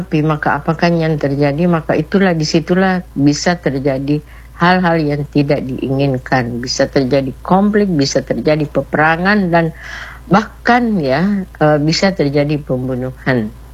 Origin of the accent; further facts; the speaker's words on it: South Sulawesi, Indonesia; dan ini kan sejalan dengan falsafah kita ya sebagai orang Bugis